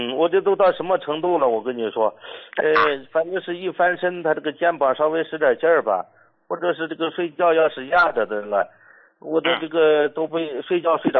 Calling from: Shandong, China; 我家是山东的，我呢是一名出租车司机，我今年才52岁

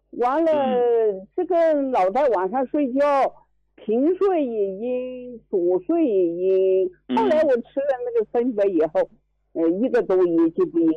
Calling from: Kunming, Yunnan, China; 我是云南的，云南昆明的，

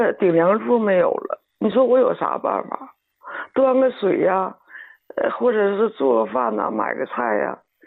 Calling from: Heilongjiang, China; 我是黑龙江的。

